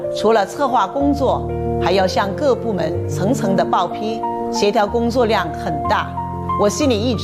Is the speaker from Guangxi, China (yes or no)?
yes; Dongxing, Guangxi, China; 我是土生土长的东兴人，1994年师范毕业